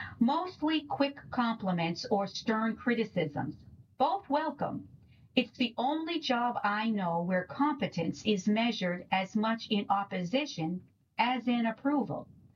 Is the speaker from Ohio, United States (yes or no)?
yes; Cleveland, Ohio, United States; I'm from Cleveland, he managed to say. That's the first time I ever read anything good about my hometown.